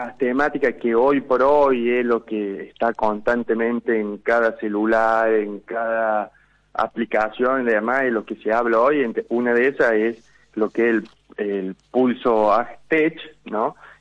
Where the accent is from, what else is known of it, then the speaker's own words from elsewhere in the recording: Oncativo, Córdoba, Argentina; Pero de Oncativo, Córdoba.